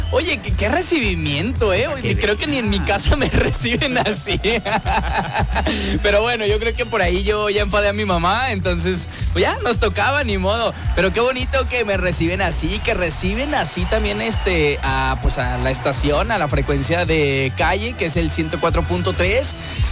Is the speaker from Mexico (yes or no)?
yes; Guadalajara, Jalisco, Mexico; born or raised there; now in Ciudad Juárez, Mexico